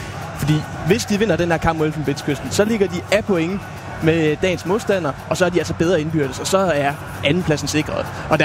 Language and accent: Danish; Mors, North Denmark Region, Denmark; Nej. Jeg stammer jo fra Mors.